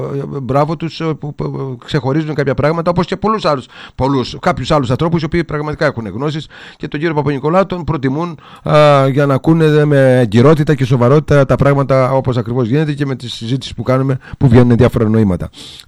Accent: Greece; Είμαστε Έλληνες και η Ελλάδα είναι ευλογημένη χώρα.

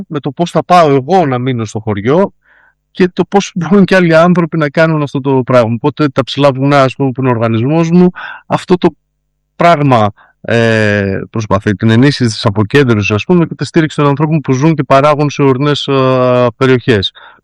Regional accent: Epirus, Greece; από την ανάγκη του να ζήσω στην Ήπεθρο, ας πούμε, στο χωριό μου.

